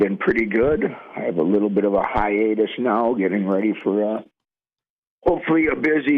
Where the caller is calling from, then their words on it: Ventura, California, United States; I'm in Ventura, California, down south.